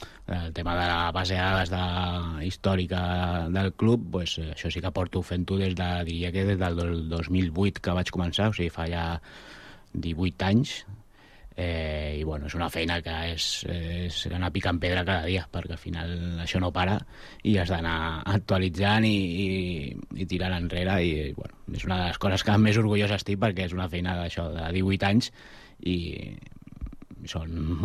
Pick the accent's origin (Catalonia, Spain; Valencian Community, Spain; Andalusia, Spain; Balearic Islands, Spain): Catalonia, Spain; Sabadell; la gent que som de Sabadell, del Sabadell